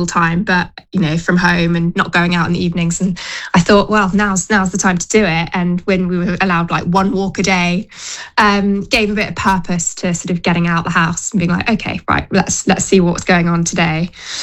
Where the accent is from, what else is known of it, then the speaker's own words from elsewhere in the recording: London, United Kingdom; So I'm from Southwest London, born and raised. So, an area I know and love very well.